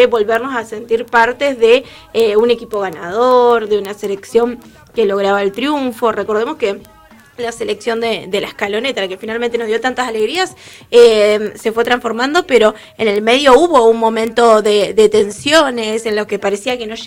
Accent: Argentina

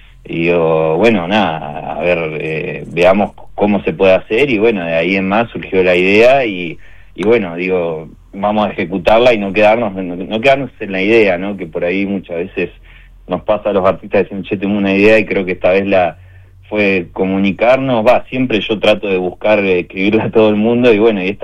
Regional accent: Río Gallegos, Santa Cruz, Argentina; uno de los chicos, que también es de acá de Gallegos, con Agus Chamorro

